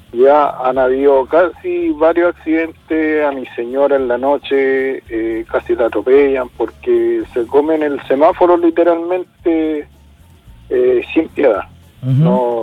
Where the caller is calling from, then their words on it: Hualpén, Biobío, Chile; Mira, yo vivo en Colón con Curimilahue.